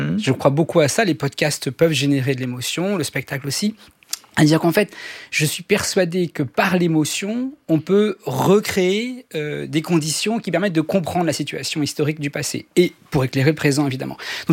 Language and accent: French; France